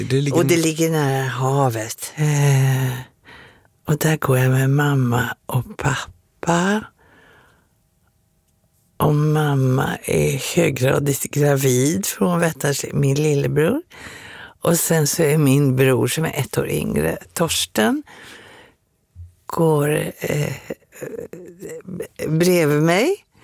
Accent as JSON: {"language": "Swedish", "town": "Helsinki", "region": "Uusimaa", "country": "Finland", "tie": "born there"}